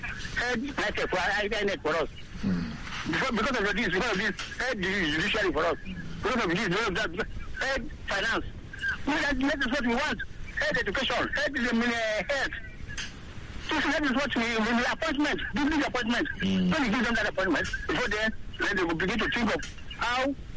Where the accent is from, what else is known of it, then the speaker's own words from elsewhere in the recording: Tunisia; English is a second language; I come from Tunisia.